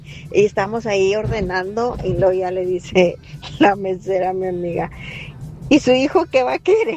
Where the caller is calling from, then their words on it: Monterrey, Nuevo León, Mexico; Yo soy de Monterrey